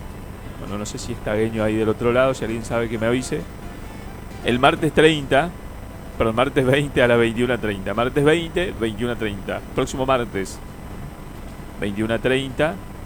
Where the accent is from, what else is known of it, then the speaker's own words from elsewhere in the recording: Argentina; como argentino quería que gane el equipo argentino